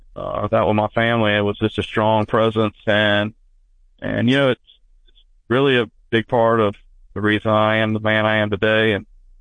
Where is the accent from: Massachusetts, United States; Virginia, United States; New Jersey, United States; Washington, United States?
Virginia, United States; A lot of friends, a lot of relatives, especially growing up in the Tidewater, Virginia area, with all our, we have Norfolk Naval Base and so many bases around and Army bases, but a lot of military presence where I'm from.